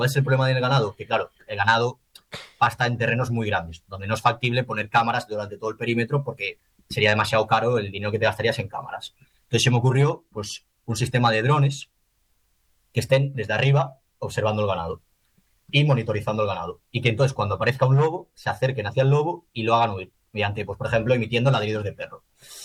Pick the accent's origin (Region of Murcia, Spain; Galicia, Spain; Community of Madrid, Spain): Galicia, Spain; yo soy de Galicia